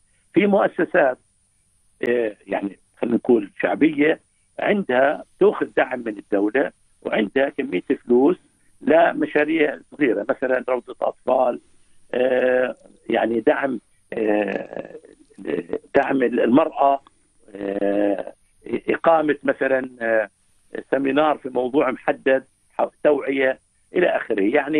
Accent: Beit Sahour, Bethlehem Governorate, Palestine; now in Europe; أنا من بيت ساحور

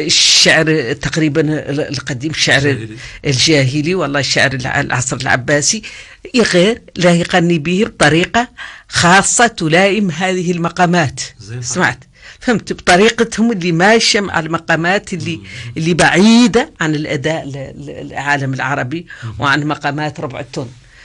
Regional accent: Mauritania; نحن هون موريتاني

